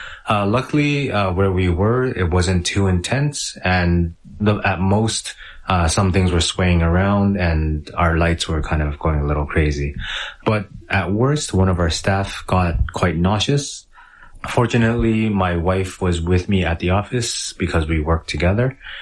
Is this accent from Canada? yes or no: yes; Canada; now in Fukuoka, Japan